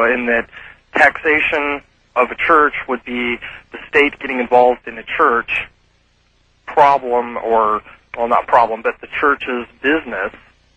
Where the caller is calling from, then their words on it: Seattle, Washington, United States; Okay, well, I'm calling from Seattle, and I got a couple of questions.